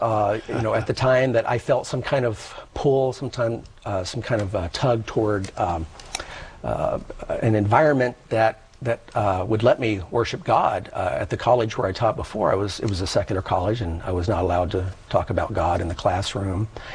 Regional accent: Houston, Texas, United States; I grew up in Houston, Texas, by the way, and that's where I was living at the time.

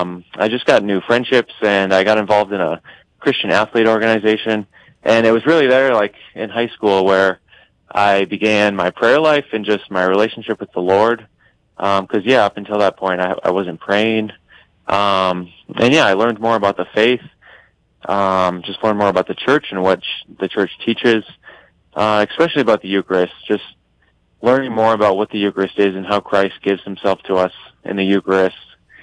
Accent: Jamestown, North Dakota, United States; Yeah, so I grew up in Jamestown, North Dakota, just an hour and a half west of Fargo.

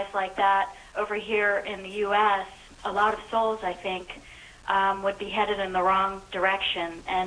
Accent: Virginia, United States; I'm from Virginia.

